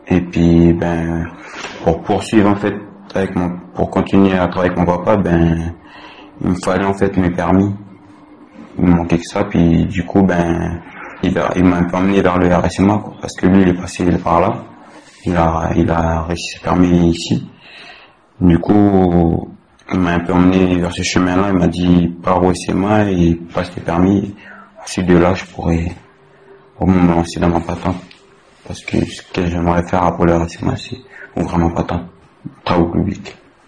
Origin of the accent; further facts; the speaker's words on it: Lifou, New Caledonia, France; j'ai 20 ans, je suis originaire de Lifou.